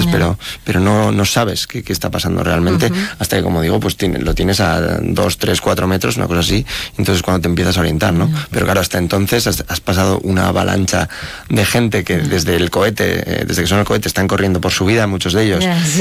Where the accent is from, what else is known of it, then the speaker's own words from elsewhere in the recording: Tafalla, Navarre, Spain; nosotros que somos de Tafalla